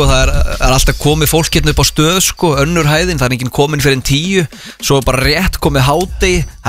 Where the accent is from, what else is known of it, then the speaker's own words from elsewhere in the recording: Vestmannaeyjar, Southern Region, Iceland; ég er frá Eyjum